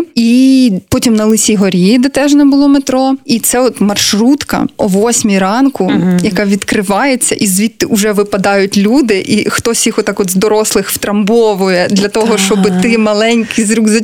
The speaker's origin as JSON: {"language": "Ukrainian", "town": "Kharkiv", "region": "Kharkiv Oblast", "country": "Ukraine", "said": "І коли я говорила, що я з Харкова, то люди реагували, типу, вау"}